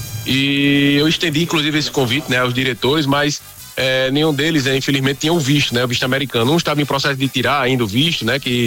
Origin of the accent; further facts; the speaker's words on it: Brazil; nós que somos brasileiros, que amamos o futebol